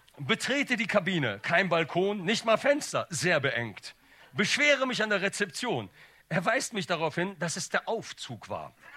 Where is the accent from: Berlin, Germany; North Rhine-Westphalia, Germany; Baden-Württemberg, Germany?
North Rhine-Westphalia, Germany; Bonn; Aber Leute, ich komme original aus dem Ghetto, aus von Tannenbusch. Bei uns gab's keine KIs, zwischendurch mal ein K.O.